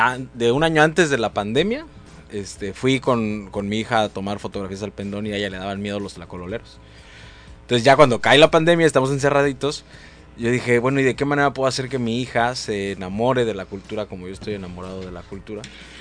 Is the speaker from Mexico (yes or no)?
yes; Acapulco, Guerrero, Mexico; born there; also born or lived in Morelos; now in Acapulco, Mexico; Soy actor, productor y fotógrafo, nacido aquí en Acapulco y apasionado de la cultura y el arte guerrerense.